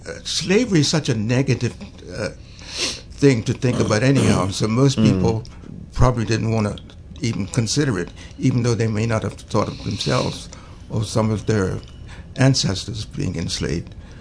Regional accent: Bermuda; born there; moved away as an adult; also born or lived in Canada; growing up in Bermuda or being in Bermuda in the late 1960s.

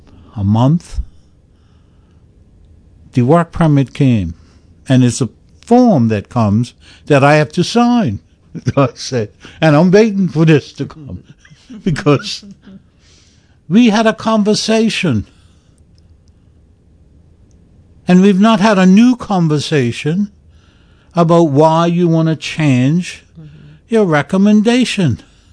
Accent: Somerset, Sandys Parish, Bermuda; They're from Somerset, I'm from Somerset, and so the families are connected.

